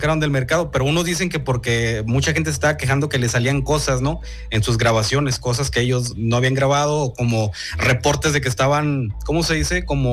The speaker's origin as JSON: {"language": "Spanish", "town": "San Juan del Río", "region": "Querétaro", "country": "Mexico", "said": "una hacienda de acá de mi pueblo, San Juan del Río"}